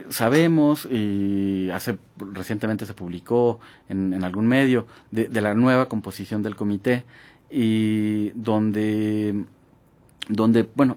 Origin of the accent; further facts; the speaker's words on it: Mexico; Imaginemos que cada mexicano, de los más de 120 millones que somos, cada mexicano tuviera que poner una pipa y media de 10.000 litros cada